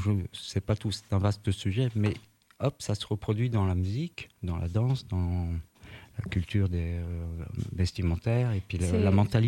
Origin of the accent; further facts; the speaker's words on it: Argenteuil, Île-de-France, France; born there; je suis né à Argenteuil, en banlieue nord-ouest, Val d'Oise.